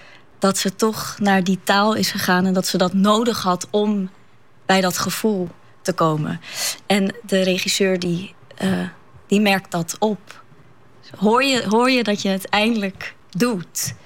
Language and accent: Dutch; Sneek, Friesland, Netherlands; accent: Snitsers (Sneek town Frisian); first language Frisian (Sneek town dialect); Dutch is a second language; ik ben hier in Friesland. En ik opgroeit met de Friese taal. Maar mijn huid is Snitsers. Dus dat is dan net weer de Friese taal, maar een Friese dialect of het Friese, stadsfries.